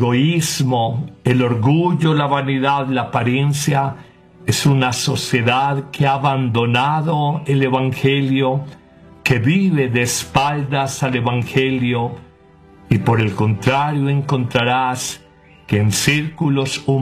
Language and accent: Spanish; Colombia